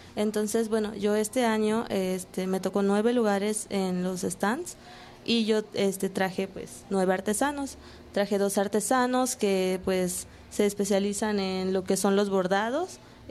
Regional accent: Valladolid, Yucatán, Mexico; Vengo de la parte centro de Yucatán, de Valladolid.

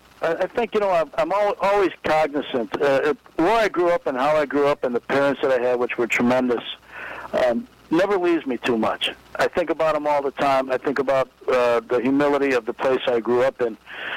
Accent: Chicago, Illinois, United States; And growing up in Chicago, when they moved into the little house in Franklin Park, there was no garage. So we moved out of a garage into a house that didn't have a garage.

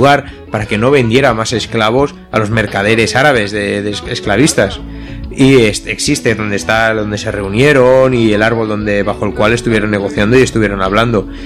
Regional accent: Catalonia, Spain; Me recuerda un poco a mi tierra, ¿no? A Cataluña

